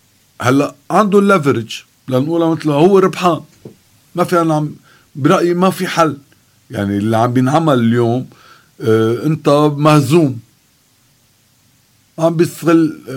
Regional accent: Lebanon; نحن كلبنانيين

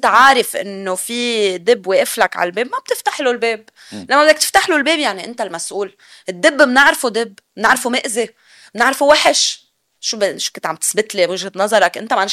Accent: Lebanon; نحن كلبنانيين

